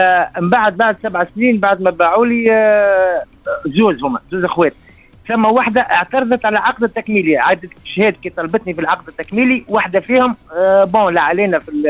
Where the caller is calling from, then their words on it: Faiedh, Sidi Bouzid, Tunisia; من سيدي بوزيد